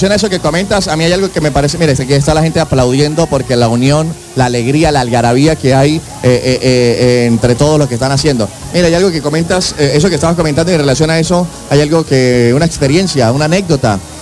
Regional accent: Táchira, Venezuela; como tachirenses, como venezolanos

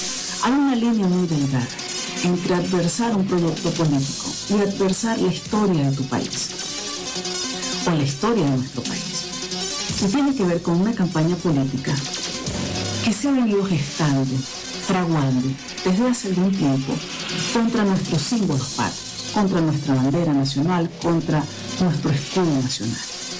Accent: Venezuela

